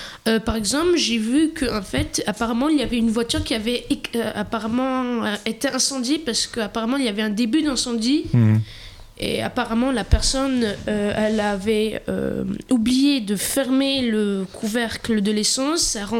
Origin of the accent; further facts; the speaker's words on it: Saint-Gaudens, Occitanie, France; born there; moi, je suis né en France, mais j'ai un peu du sang comme ça. Je suis né à Saint-Gaudens, c'est l'ancien hôpital, vous savez.